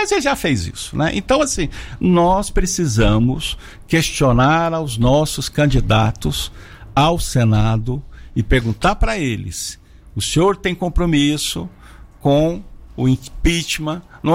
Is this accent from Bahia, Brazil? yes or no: no; Goiás, Brazil; me envergonha como goiano